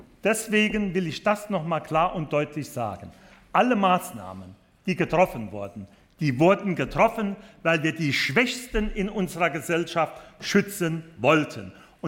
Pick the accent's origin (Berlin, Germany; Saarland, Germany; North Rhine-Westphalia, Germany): Saarland, Germany; St. Wendel; in meiner Heimatstadt in St. Wendel, in der Stadt des heiligen Wendelin.